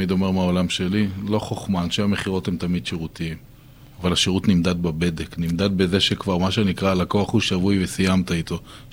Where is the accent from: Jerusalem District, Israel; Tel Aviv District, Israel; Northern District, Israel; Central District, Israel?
Central District, Israel; Mishmeret; אני ממושב משמרת שאני רוכב על הסוסים, זה אותם שדות.